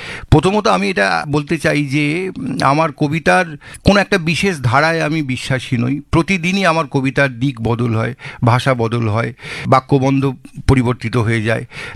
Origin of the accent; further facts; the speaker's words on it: Dhaniakhali, West Bengal, India; বেড়ে ওঠা ধনেখালি, ধনিয়াখালি, তাঁতের শাড়ি যে সেই জায়গাতে আমার বেড়ে ওঠা।